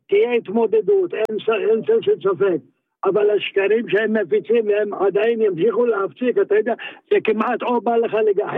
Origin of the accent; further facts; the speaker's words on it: Tzemach, Northern District, Israel; גדלתי פה בארץ, הזיכרונות שלי רק מהמעברה בצמח.